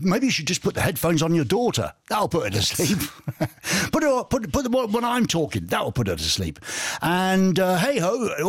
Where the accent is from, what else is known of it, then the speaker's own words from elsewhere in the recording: England, United Kingdom; I don't understand German. I'm an Englishman.